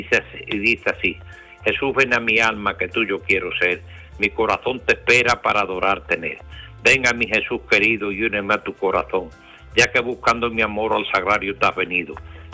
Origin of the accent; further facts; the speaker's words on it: Arroyomolinos de León, Andalusia, Spain; de Arroyomolinos de León, Huelva.